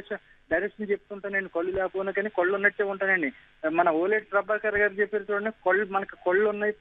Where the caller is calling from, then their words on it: Hyderabad, Telangana, India; ఇక్కడ హైదరాబాద్ నుంచి